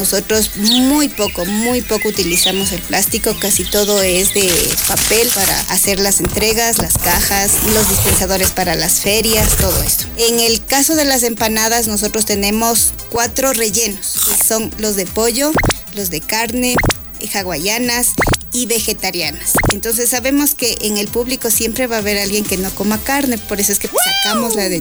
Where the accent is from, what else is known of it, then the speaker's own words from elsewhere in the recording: Conocoto, Pichincha, Ecuador; also born or lived in Amaguaña; Nosotros somos de Conocoto y también parte de Amaguaña.